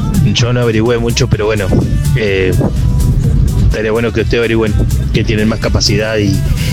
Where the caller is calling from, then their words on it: Victoria, Entre Ríos, Argentina; Yo soy de Victoria, Entre Ríos, y estuve trabajando en San Juan.